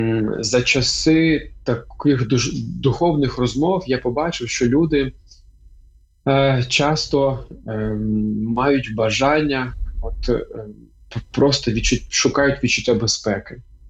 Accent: Melitopol, Zaporizhzhia Oblast, Ukraine; born there; moved away as an adult; він також народився в Мелітополі. І та віці, власне, півтора року ми виїхали з Мелітополя

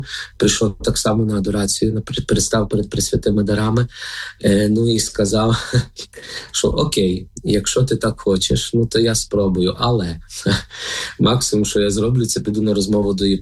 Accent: Lviv Oblast, Ukraine; moved away; Родом я сам з Львівської

